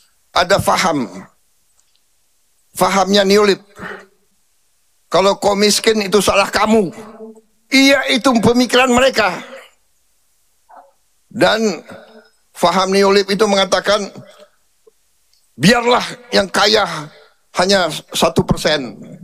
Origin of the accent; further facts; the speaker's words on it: Jakarta, Indonesia; born there; Saya ini lahir di Betawi, tapi saya asal dari Banyumas. Campur sama Minahasa.